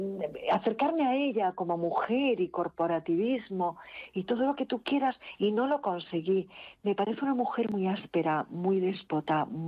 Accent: Spain; para que se acerque a mí como española.

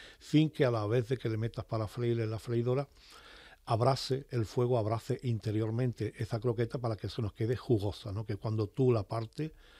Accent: Cádiz, Andalusia, Spain; un poco de mi tierra del sur, de Cádiz

